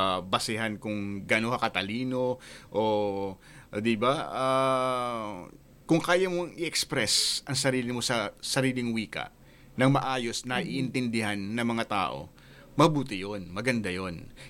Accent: Quezon, Calabarzon, Philippines; Oh, tubong Quezon. May punto. May punto kami.

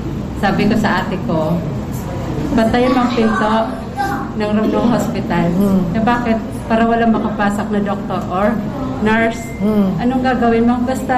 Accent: Pinamalayan, Oriental Mindoro, Philippines; Pinamalayan.

